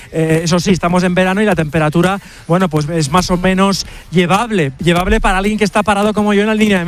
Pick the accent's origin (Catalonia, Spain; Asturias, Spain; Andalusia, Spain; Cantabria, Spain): Catalonia, Spain; Sí, yo soy catalán, con lo cual conozco bien esta zona.